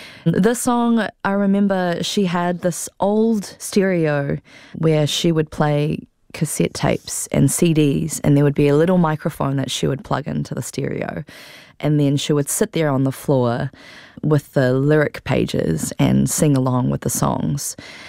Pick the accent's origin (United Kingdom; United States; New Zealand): New Zealand; Auckland; born there; Growing up on Tamaki Makaurau, moving over here was, a very, very difficult time.